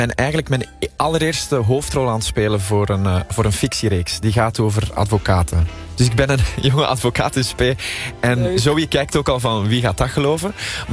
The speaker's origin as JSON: {"language": "Dutch", "country": "Belgium", "said": "Ja, ik kom uit België."}